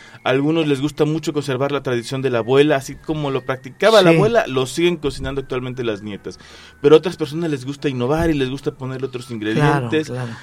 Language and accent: Spanish; Barra de Cazones, Veracruz, Mexico; Pues yo soy también de la Barra de Cazones, allá crecí. Mi mamá allá se hizo de un espacio donde hemos ido construyendo, sí, una casa a lo largo de toda la vida.